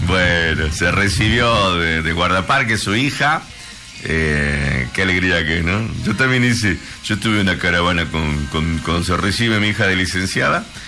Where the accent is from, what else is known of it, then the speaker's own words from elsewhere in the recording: Salta, Argentina; yo, como soy del ingenio de San Isidro